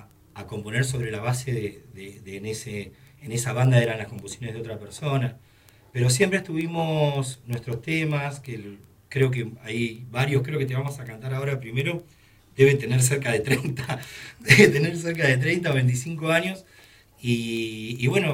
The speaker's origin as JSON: {"language": "Spanish", "town": "Río Turbio", "region": "Santa Cruz", "country": "Argentina", "moved": "yes", "said": "mi abuelo guitarreaba. Somos de Río Turbio nosotros."}